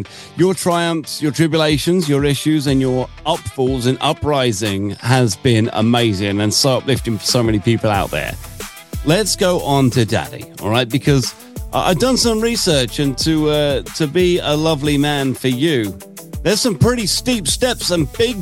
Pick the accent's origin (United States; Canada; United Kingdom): United Kingdom; I grew up in American cars in the UK